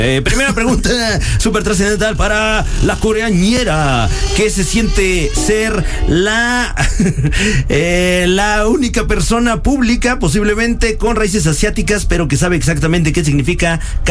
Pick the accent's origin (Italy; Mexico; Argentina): Mexico; yo creo que como buena mexicana.